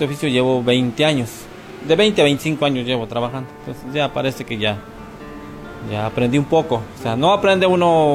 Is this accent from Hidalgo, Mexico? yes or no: yes; Medio Monte, Hidalgo, Mexico; moved away as an adult; now in San Bartolo Tutotepec, Mexico; yo soy de Medio Monte, originario de Medio Monte, pero ahora sí que me casé, me vine para acá a San Bartolo.